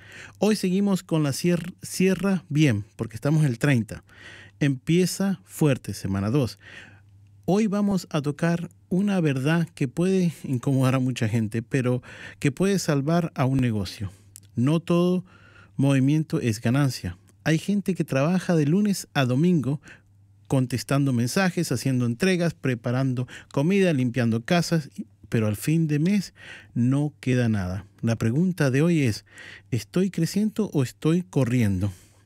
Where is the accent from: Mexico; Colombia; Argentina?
Argentina; Bueno, yo soy argentino, como ustedes saben.